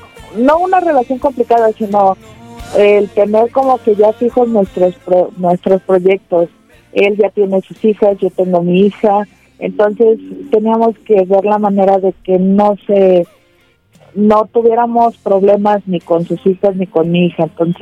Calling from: Zacualtipán, Hidalgo, Mexico; En el estado de Hidalgo, estoy hablando de Zacualtipán.

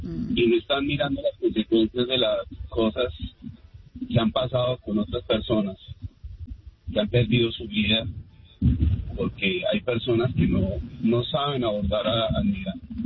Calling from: Ogden, Utah, United States; De Ogden.

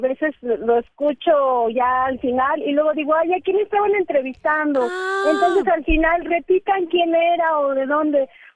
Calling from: Mexico City, Mexico; De aquí cerca de Mariano Escobedo

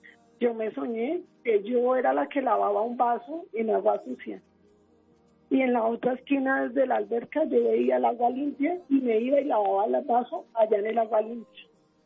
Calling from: Bogotá, Colombia; Estoy en Bogotá, la localidad de Kennedy.

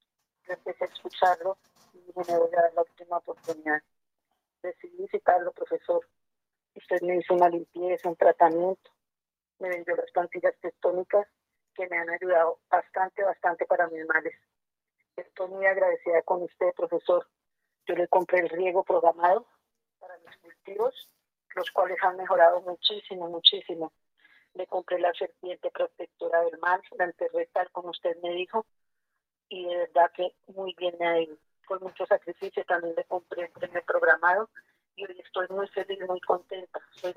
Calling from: Samacá, Boyacá, Colombia; Su merced, yo lo estoy llamando aquí de Samacá, Boyacá.

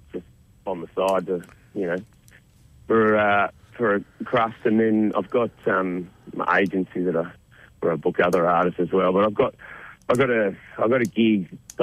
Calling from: Cairns, Queensland, Australia; Actually, in Cairns at the moment.

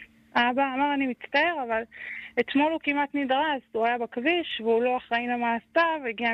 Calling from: Central Israel, Israel; אז ככה, אנחנו מהמרכז.

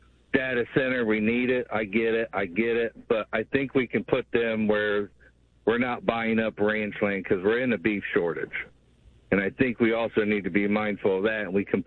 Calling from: Medina County, Texas, United States; I live out in southwest Texas, out in Medina County, and we're one of the drought-stricken places

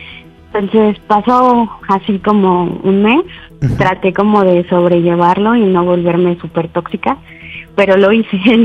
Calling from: Cuernavaca, Morelos, Mexico; Tengo 38 años y soy de Cuernavaca.

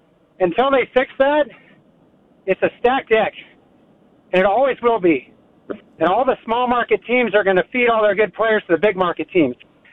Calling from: Seattle, Washington, United States; So you're from Seattle. I'm from Seattle.

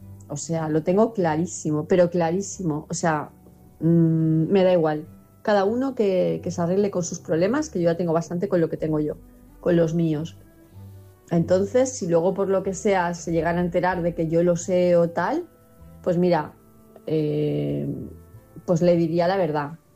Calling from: Palma de Mallorca, Balearic Islands, Spain; de Palma de Mallorca

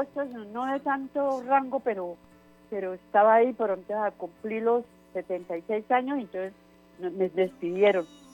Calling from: Cúcuta, Norte de Santander, Colombia; En Cúcuta

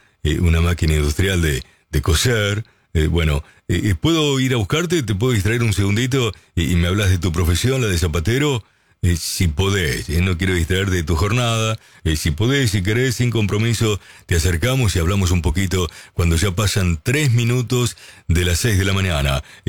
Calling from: Longchamps, Buenos Aires Province, Argentina; Buenos días, Oscar. … de Longchamps.

